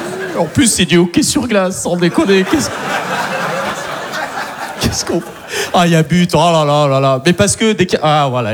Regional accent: Algeria; J'aime bien le dire, donc je suis content d'être algérien. Et je le dis, d'ailleurs, allègrement que je suis algérien

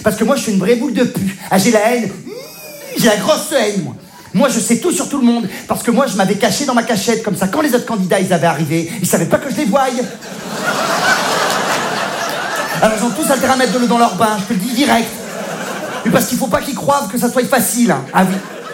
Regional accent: Provence-Alpes-Côte d'Azur, France

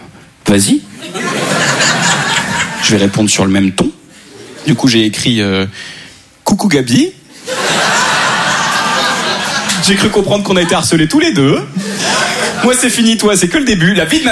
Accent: Switzerland; now in France

